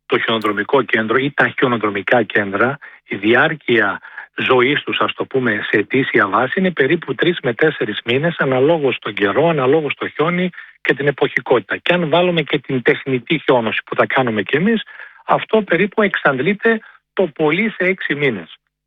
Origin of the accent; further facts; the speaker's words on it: Avdella, Western Macedonia, Greece; η καταγωγή μου είναι από την Αυδέλα